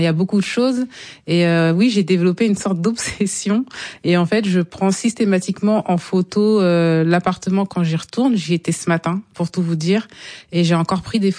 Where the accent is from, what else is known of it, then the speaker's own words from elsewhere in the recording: Rouen, Normandy, France; Moi, des fois, j'en joue. Mais comment ça, de Normandie, vous venez d'où? Je dis Rouen.